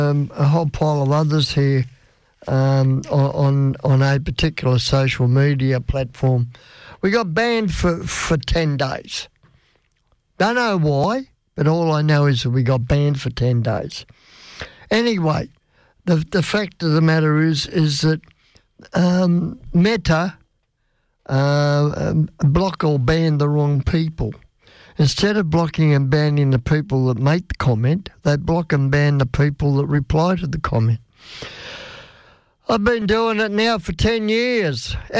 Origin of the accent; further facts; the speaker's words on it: Australia; I am an Aussie. Yes. Born and bred.